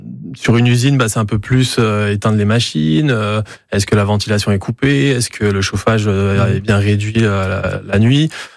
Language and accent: French; Île-de-France, France; moved away as an adult; now in Chambéry, France; je viens de la région parisienne, oui. Mais ça fait depuis très longtemps que je veux m'installer dans la région et les montagnes. Moi, je suis quelqu'un qui aime bien les montagnes. Et donc maintenant, ça fait 6 ans que je suis à Chambéry